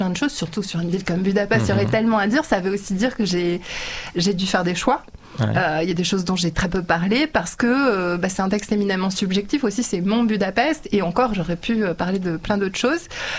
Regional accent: France; Bon, pour me situer de manière très très factuelle, donc je suis née en France de parents hongrois.

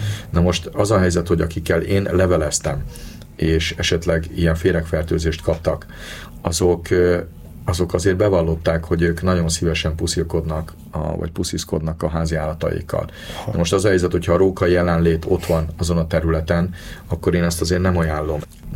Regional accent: Budapest, Hungary; ugye én is pesti vagyok

